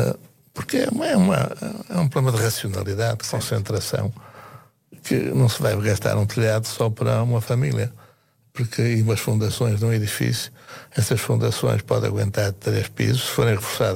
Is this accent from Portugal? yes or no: yes; Porto, Portugal; Uma coisa que faz-me impressão, portanto, a minha família é minhota, eu sou do Porto, é ir ao Minho